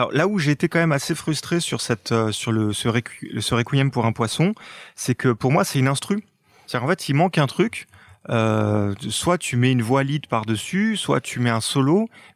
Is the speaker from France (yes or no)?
yes; France